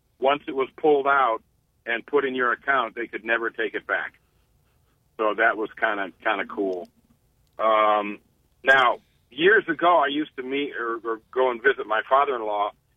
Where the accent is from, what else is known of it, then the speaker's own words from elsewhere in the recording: Akron, Ohio, United States; I mean, I grew up in Akron on west, you know, in the west part of Akron right by Fairlawn.